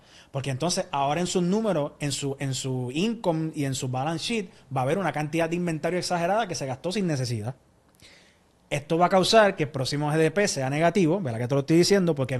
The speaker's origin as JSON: {"language": "Spanish", "country": "Puerto Rico", "said": "yo soy de Puerto Rico"}